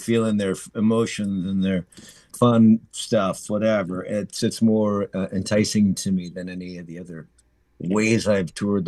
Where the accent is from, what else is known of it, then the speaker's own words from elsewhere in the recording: Minneapolis, Minnesota, United States; So when I grew up in Minneapolis, I rode the buses everywhere and ride or rode my bike everywhere. And that just speaks to where Minneapolis really is in my whole trajectory.